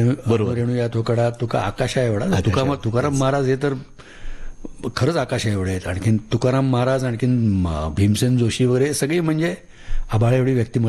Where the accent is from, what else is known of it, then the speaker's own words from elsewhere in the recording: Pune, Maharashtra, India; घरी वासुदेव यायचा आमच्या, माझ्या लहानपणी आतापर्यंत येत होता, म्हणजे मी जोपर्यंत तिकडे सदाशिव पेठेत राहायचो तिथपर्यंत वासुदेव येत होता